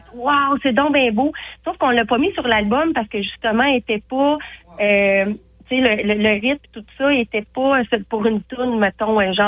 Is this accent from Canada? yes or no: yes; Saint-Tite, Quebec, Canada; Et bien sûr, mon lancement va se faire le 11 septembre prochain à Saint-Tite, là, dans ma ville natale